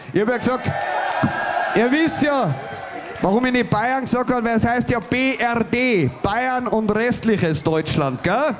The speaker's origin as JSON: {"language": "German", "region": "Salzburg", "country": "Austria", "said": "Wir sind aus Salzburg angereist und freuen uns, dass wir da sein dürfen."}